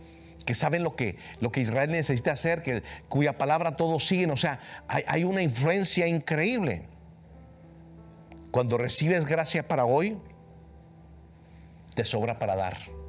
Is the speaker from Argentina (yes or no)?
no; Mexico; Pero yo soy de México, ¿ok? Y yo soy cristiano, soy evangélico